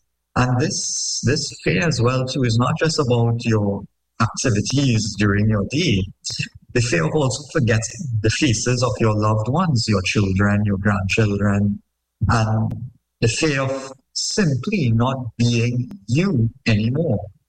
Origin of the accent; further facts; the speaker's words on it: South Trinidad, Trinidad & Tobago; folks I even know as a family or friends growing up in South Trinidad